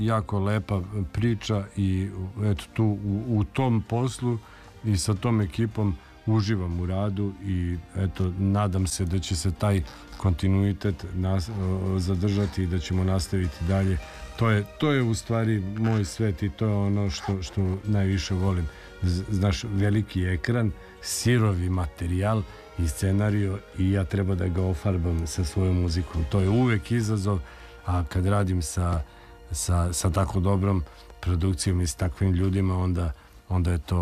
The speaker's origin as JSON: {"language": "Serbian", "region": "Vojvodina", "country": "Serbia", "said": "ja bih rekao kod nas gore u Vojvodini, ja bih rekao njojzi."}